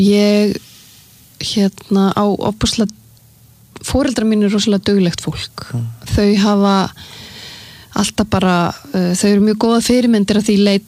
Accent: Sweden; ég alinn upp í Svíþjóð alinn upp við að læra 2 tungumál sama tíma

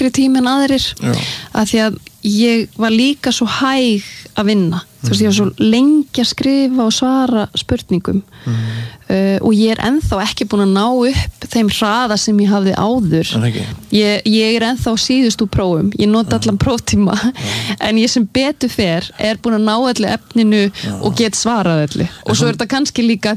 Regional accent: Sweden; born or raised there

